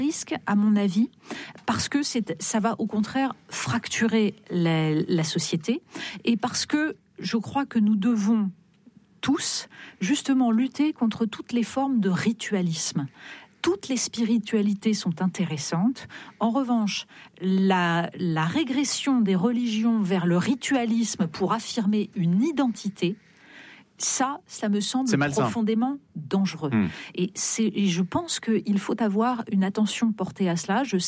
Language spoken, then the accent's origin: French; France; nous sommes français